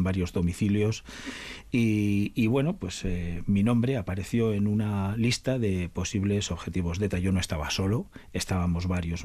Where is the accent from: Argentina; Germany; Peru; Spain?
Spain; Alsasua, Navarre; yo soy navarro, soy de Alsasua. Pero cuantitativamente gran parte de mi familia es de Agurain, aunque ahora estén ya casi todos en Vitoria